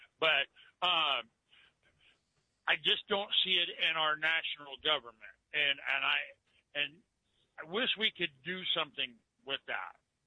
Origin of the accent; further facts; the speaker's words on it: Delaware, Ohio, United States; My hometown of Delaware, Ohio, has grown. There's apartments where there used to be cornfields.